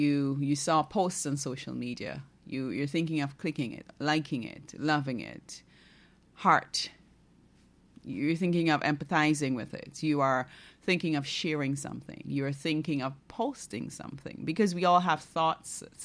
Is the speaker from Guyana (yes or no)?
yes; Barima-Waini, Guyana; pray for Region 1, period. I am from Region 1. I have never traveled with a ferry.